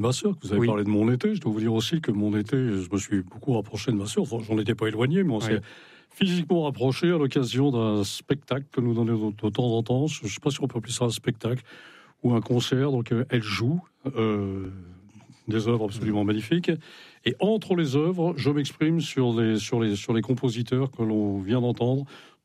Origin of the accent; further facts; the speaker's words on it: Brittany, France; Moi, je suis un vrai breton. Et comme tous les bretons, je suis un breton de migrateur. Et ce n'est pas hasard si mon père m'a fait naître en dehors des murs de Bretagne.